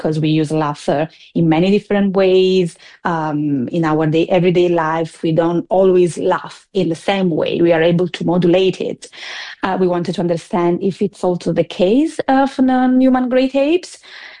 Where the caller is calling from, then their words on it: Italy; I'm speaking from Italy.